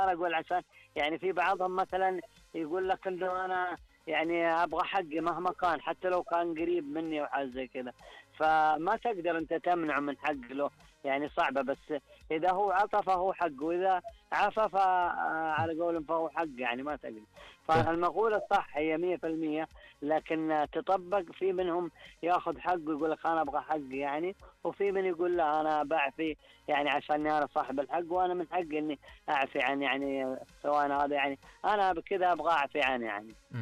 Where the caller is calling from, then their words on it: Badr, Medina Province, Saudi Arabia; أكلمكم من محافظة بدر.